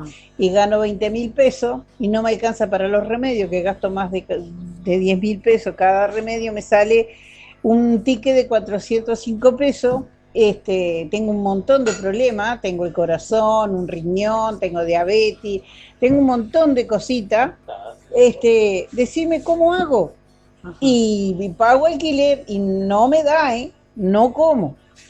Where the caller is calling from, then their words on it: Canelones, Uruguay; de Canelones